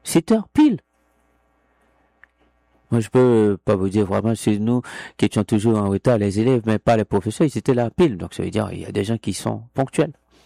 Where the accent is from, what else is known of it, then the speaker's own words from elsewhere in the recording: Haiti; Parce que moi, je suis haïtien, je commets une erreur, et puis après, on va dire que tous les haïtiens sont comme moi.